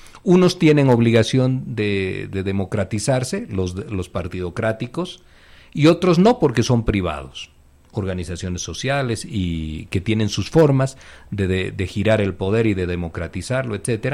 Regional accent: Bolivia

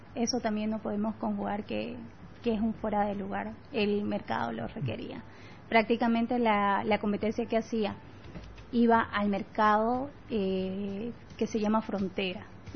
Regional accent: Bolivia; Porque somos hermanas bolivianas.

